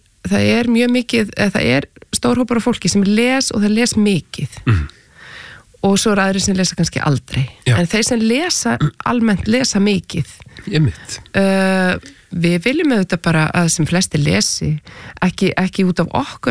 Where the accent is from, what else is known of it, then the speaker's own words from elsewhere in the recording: Reykjavík, Capital Region, Iceland; also born or lived in Spain / Copenhagen; Já, ég borgabatn, ég bara ólst upp í Vesturbænum.